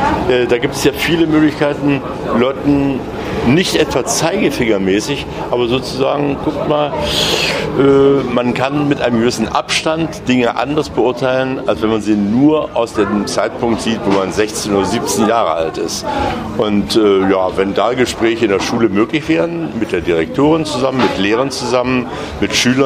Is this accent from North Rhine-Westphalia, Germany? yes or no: no; Dessau, Saxony-Anhalt, Germany